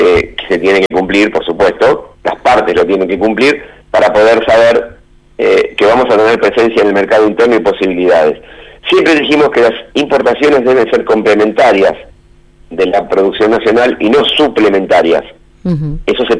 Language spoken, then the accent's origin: Spanish; Argentina; Todos sabemos cómo somos los argentinos.